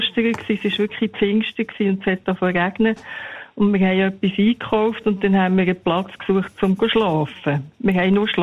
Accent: Zofingen, Aargau, Switzerland; nachher immer plötzlich wieder alle von der gleichen Stadt zusammen getroffen, also von Zofingen her, wo ich aufgewachsen bin.

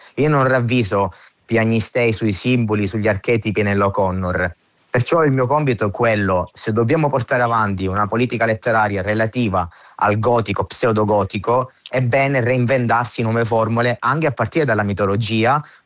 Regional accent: Sicily, Italy; Io sono siciliano, ho degli avi, degli antenati come scrittori di prim'ordine, come Consolo, Bufalino, D'Arrigo

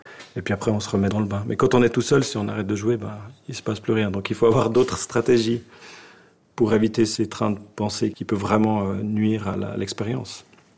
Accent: Switzerland

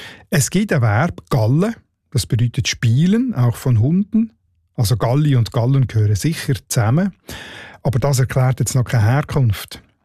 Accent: Northwestern Switzerland, Switzerland; accent: Northwestern Swiss German; Ich würde dem ja Geugel sagen, in meinem Nordwestschweizer Dialekt.

